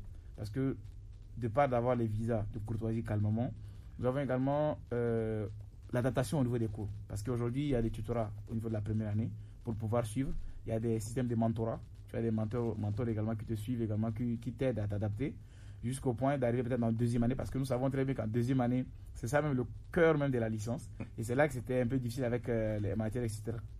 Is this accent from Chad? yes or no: yes; Chad; moved away as an adult; now in Togo; Je viens du Tchad, donc je suis tchadien.